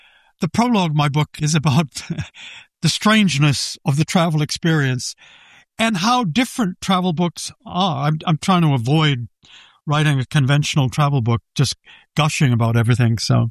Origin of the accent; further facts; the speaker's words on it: United States; And every time I said I'm an American, they had something to tell me.